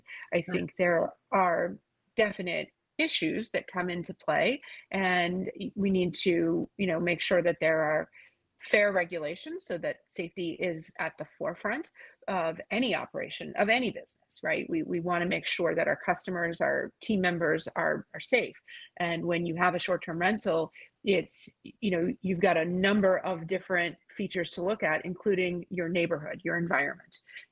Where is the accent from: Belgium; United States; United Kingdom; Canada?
Canada; Ottawa, Ontario; I'm originally from Ottawa, the Children's Hospital of Eastern Ontario. That was where my mom was a nurse.